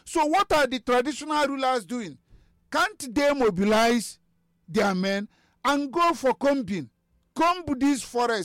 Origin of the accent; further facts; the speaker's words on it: Onitsha, Anambra, Nigeria; born there; We are living at Onitsha.